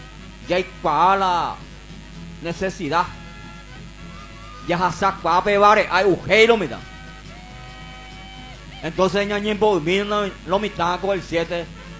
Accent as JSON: {"language": "Spanish", "country": "Paraguay", "said": "como vecino, como pueblo paraguayo"}